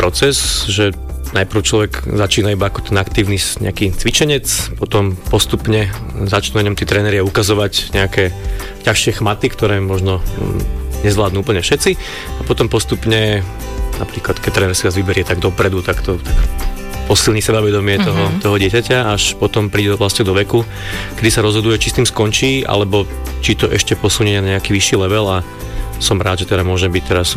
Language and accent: Slovak; Senec, Bratislava Region, Slovakia; U nás v Senci